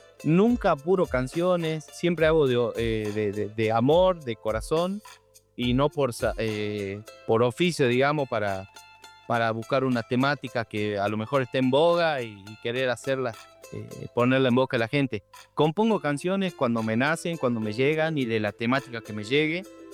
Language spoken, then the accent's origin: Spanish; Jujuy, Argentina; born there; Mirá, yo nací en Jujuy, y Jujuy es precordillera, entonces mi música, mi raíz, digamos, está impregnada de música andina, música norteña